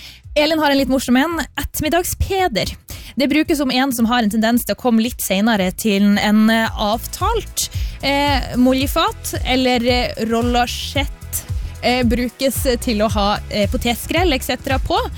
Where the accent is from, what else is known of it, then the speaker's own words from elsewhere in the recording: Leknes, Nordland, Norway; I dag så snakker vi om uttrykk, eller ord og uttrykk, og der jeg kommer fra, som Lofoten, nærmere bestemt Lekne, som I Nord-Norge, Nordland